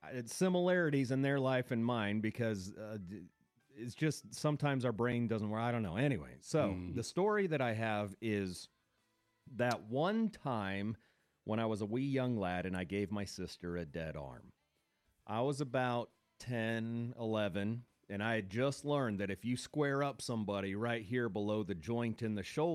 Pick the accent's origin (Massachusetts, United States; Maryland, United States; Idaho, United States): Idaho, United States; now in Highland Lakes, United States; my upbringing in very, very small town, Idaho. My hometown had like 500 people and about 500,000 cattle.